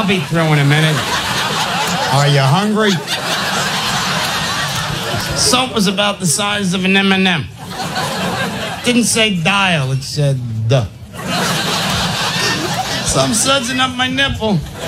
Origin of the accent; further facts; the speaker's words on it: New York, United States; I'm a New Yorker. I like to brace myself.